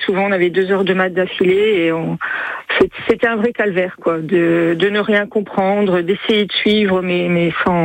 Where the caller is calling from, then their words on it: Lille, Hauts-de-France, France; j'ai 69 ans. Donc, je suis lilloise. Là, je séjourne dans le Périgord pendant les vacances.